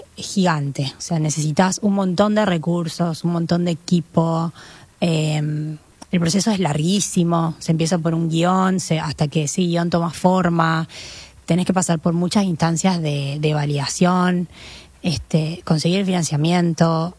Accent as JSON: {"language": "Spanish", "region": "Córdoba", "country": "Argentina", "also_born_or_lived": "Entre Ríos", "moved": "as an adult", "lives_now": "Maldonado, Uruguay", "said": "yo soy de Córdoba. Estudié cine en la Universidad Nacional"}